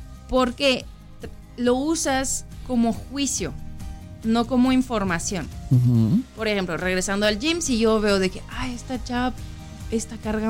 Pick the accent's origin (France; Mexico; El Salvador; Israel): France; Spanish is a second language; moved away; Ya ven que yo soy de Francia y fui con mis hijos a Francia.